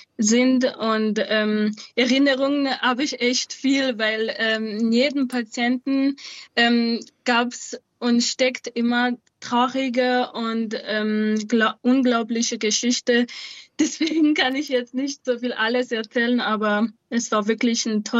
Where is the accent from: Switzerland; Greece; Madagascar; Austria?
Madagascar; now in Munich, Germany; jetzt auch komplett spenden für Waisenhäuser und Hilfsorganisationen in Madagaskar, weil dass ich in meiner Heimat einfach etwas zurückgeben kann.